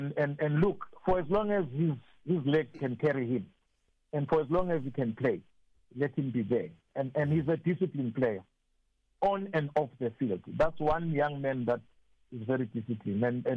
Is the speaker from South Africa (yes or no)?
yes; South Africa; as a South African